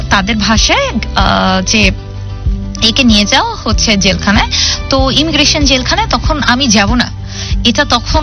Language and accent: Bangla; Bangladesh; also born or lived in New Zealand; বাংলাদেশি পাসপোর্টে আমি বিশ্ব ভ্রমণ করে বিশ্বকে দেখিয়ে দিতে চাই যে বাংলাদেশিরাও ভ্রমণ করতে পারে